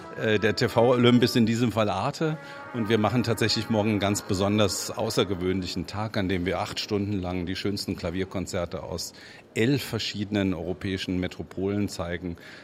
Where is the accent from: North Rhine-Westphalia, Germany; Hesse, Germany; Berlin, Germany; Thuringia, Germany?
Hesse, Germany; Wiesbaden; Als gebürtiger Wiesbadener kann man gar nicht anders. Denn ich bin ja aufgewachsen hier mit dieser Region